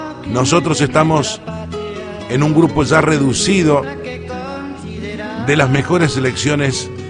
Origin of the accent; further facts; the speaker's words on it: Argentina; Porque somos argentinos, vamos por más.